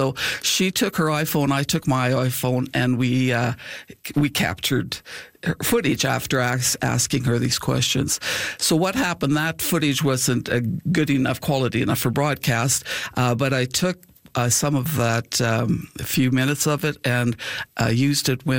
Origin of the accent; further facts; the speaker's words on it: Rose Valley, Saskatchewan, Canada; So the story originated at Arose Valley, which is my hometown